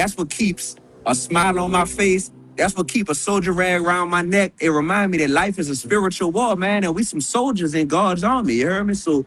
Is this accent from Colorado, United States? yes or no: no; New Orleans, Louisiana, United States; now in Milwaukee, United States; Even though I'm from New Orleans, I'm an adopted son of Milwaukee.